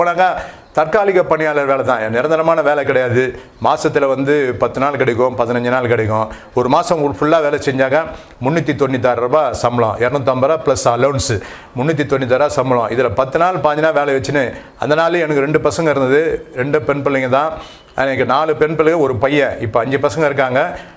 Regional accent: Chennai, Tamil Nadu, India; நான் ஒரு இந்து குடும்பத்தில் பிறந்தேன். … நான் ராயபுரத்தில் மீனாட்சி அம்மன் பேட்டை என்ற பகுதியில் பிறந்து வளர்ந்தேன்.

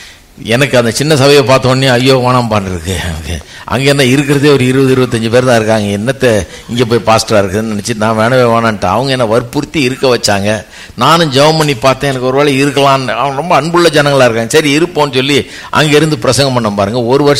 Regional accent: Chennai, Tamil Nadu, India; நான் இந்த சென்னை பட்டணத்துக்காக தமிழ் அறிவை கொடுத்து எனக்கு தமிழ் கலாச்சாரத்தில் என்னை வளர வச்சு, இந்த ஊரில் என்னை இருக்க வச்சு, ஒரு இந்தியனாக

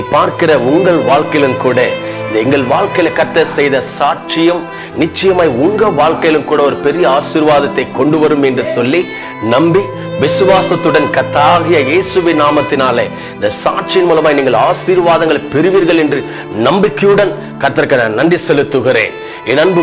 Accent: Andhra Pradesh, India; சிறிய வயது முதல் கொண்டு அந்த ஆந்திரா பகுதியில தான் நான் படித்தேன். அங்கதான் நான் வளர்க்கப்பட்டோம்.

